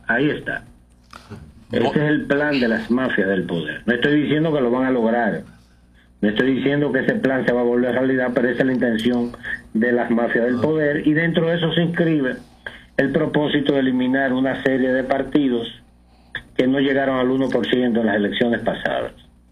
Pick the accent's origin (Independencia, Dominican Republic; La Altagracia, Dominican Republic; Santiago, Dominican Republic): Santiago, Dominican Republic; Santiago de los Caballeros; Yo me considero un santiaguero